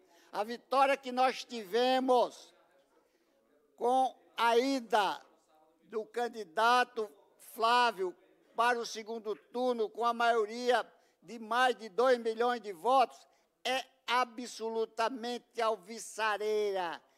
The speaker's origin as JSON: {"language": "Portuguese", "region": "Northeast Region", "country": "Brazil", "tie": "born there", "said": "e eu digo como nordestino, não gostaria de ter nascido em nenhuma outra região, estou plenamente satisfeito de ser nordestino"}